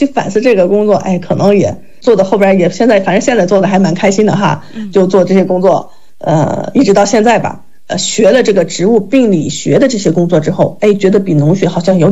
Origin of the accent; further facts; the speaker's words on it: Shanxi, China; 因为我是山西人